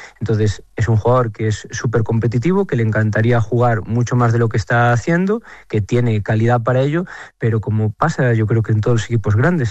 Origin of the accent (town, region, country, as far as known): Galicia, Spain